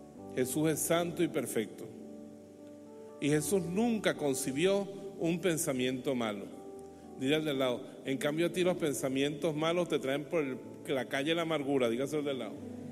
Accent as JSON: {"language": "Spanish", "town": "Bejuma", "region": "Carabobo", "country": "Venezuela", "said": "el basurero que es la entrada de mi pueblo, horrorosamente, el basurero de Bejuma"}